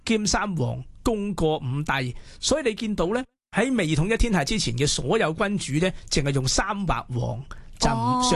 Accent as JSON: {"language": "Cantonese", "country": "Hong Kong", "said": "我们香港人"}